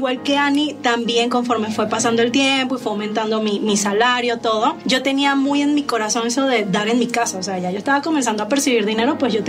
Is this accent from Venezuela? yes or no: yes; Venezuela; moved away as an adult; now in Mexico